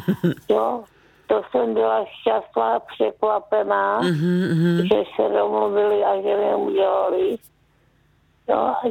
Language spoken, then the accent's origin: Czech; Zlín Region, Czechia; now in Jeseník District, Czechia; A u nás na Valachách se neslavilo a gor naši ty šli přistěhovali se tady do na okrese Jeseník po válce, takže byli roztroušeni všude možně.